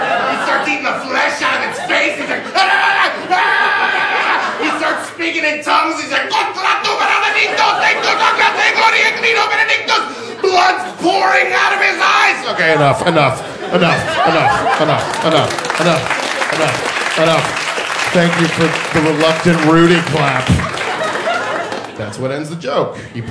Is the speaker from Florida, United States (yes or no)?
yes; Boca Raton, Florida, United States; I'm from Boca Raton, Florida, originally.